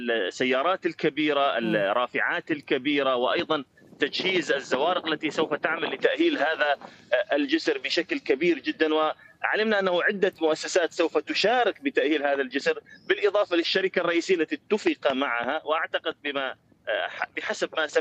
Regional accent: Deir ez-Zor, Deir ez-Zor Governorate, Syria; عندنا في دير الزور 11 جسرا ديما هي تربط ضفتي نهر الفرات ببعضها

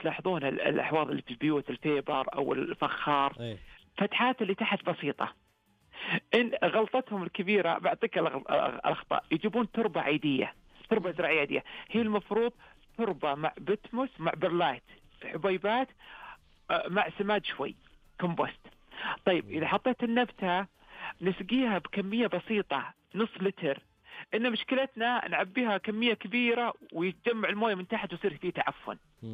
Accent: Saudi Arabia; عندنا على مستوى المملكة

